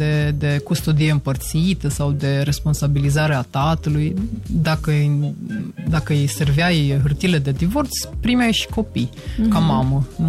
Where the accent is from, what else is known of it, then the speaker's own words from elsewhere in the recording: Deva, Hunedoara County, Romania; moved away as an adult; now in Norway; M-am născut chiar în Deva, în 86. Fac parte din celebra generație care a prins tot și comunismul pe final și haosul anilor 90.